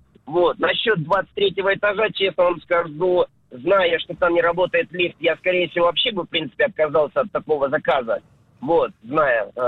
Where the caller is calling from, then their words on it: Stavropol, Stavropol Krai, Russia; Да, я из Ставрополя звоню, сам подрабатываю курьером.